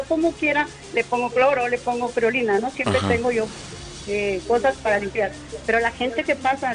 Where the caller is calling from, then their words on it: Mexico; soy del barrio del Tepeyac.